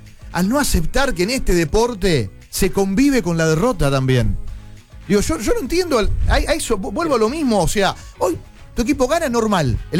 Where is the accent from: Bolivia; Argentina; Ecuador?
Argentina